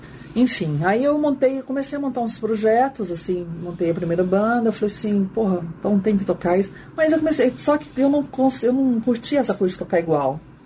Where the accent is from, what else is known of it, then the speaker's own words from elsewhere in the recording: Uberlândia, Minas Gerais, Brazil; now in Campinas, Brazil; Eu vim de Uberlândia, uma cidade bem menor.